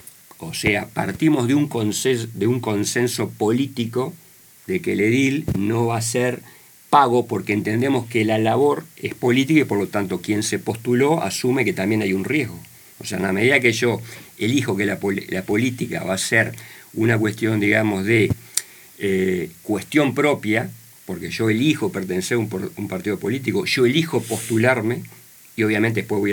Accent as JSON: {"language": "Spanish", "country": "Uruguay", "said": "somos uruguayos"}